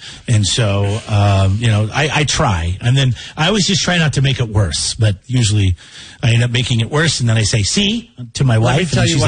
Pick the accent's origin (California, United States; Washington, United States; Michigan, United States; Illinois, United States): Washington, United States; I was my earliest memory of being out there in the rain because I grew up in Washington State.